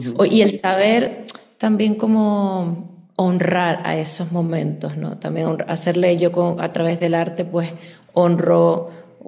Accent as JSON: {"language": "Spanish", "region": "Canary Islands", "country": "Spain", "said": "yo soy de las Islas Canarias, y entonces mis ancestras, pues los ancestros de las Islas Canarias, en Tenerife en concreto, momificaban."}